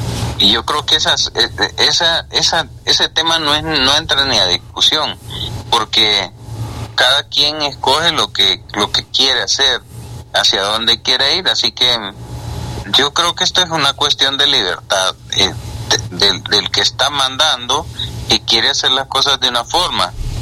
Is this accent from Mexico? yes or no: no; Honduras